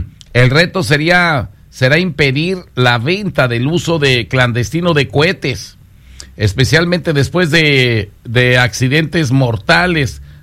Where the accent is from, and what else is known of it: Mexico